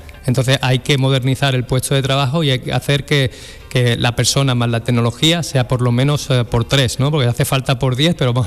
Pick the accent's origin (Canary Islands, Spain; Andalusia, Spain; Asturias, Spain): Andalusia, Spain; Algeciras; volver a mi casa, ¿no? Volver a mi tierra, a mi puerto